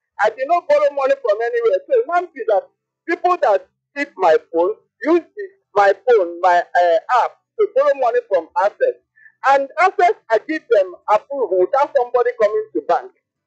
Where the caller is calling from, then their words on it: Lagos, Nigeria; I'm calling from Aja.